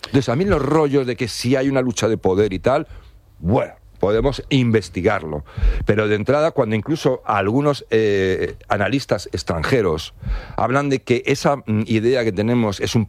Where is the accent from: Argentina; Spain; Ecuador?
Spain; desde el punto de vista como español